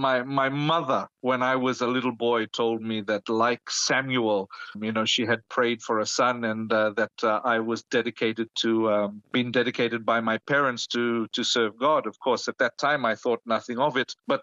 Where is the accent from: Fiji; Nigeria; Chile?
Fiji; born or raised there